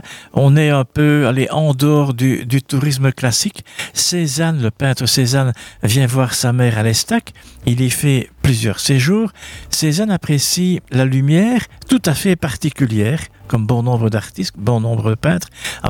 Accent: Belgium; en tant que Belge

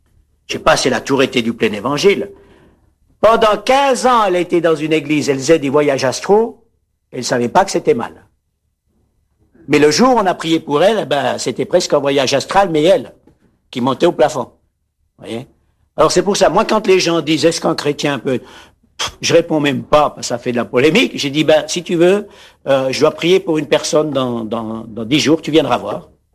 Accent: France; born there; Moi, je suis né à Trablan, ici à côté.

